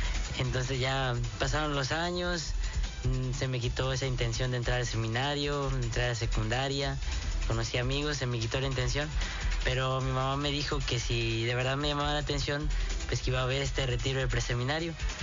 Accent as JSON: {"language": "Spanish", "town": "Ciudad Mante", "region": "Tamaulipas", "country": "Mexico", "said": "Bueno, pues … yo soy de aquí, de Ciudad Mante."}